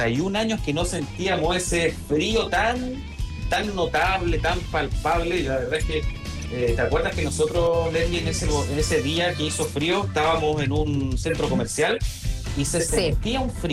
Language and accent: Spanish; Chile; nuestro hermoso país, de nuestro hermoso Chile.